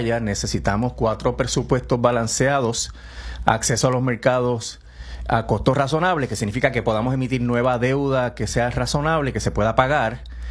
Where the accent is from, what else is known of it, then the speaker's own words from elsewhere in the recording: Ponce, Puerto Rico; como dicen en mi pueblo Ponce.